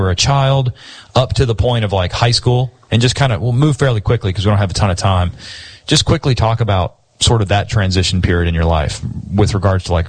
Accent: Bridgeport, West Virginia, United States; I grew up in West Virginia and Bridgeport, West Virginia, went to the Bridgeport Church of Christ.

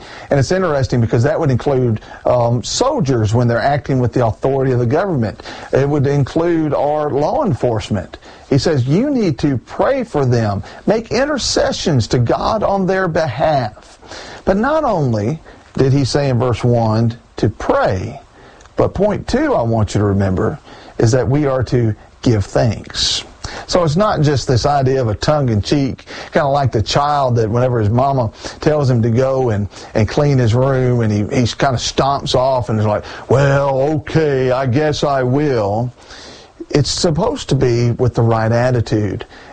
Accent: United States; I record this in the United States of America. I am an American, and I'm proud to be an American citizen.

